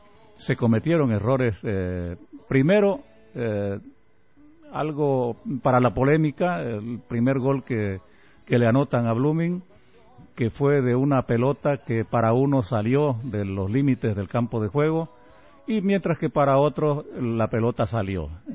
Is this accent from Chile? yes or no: no; Bolivia; como bolivianos estamos muy contentos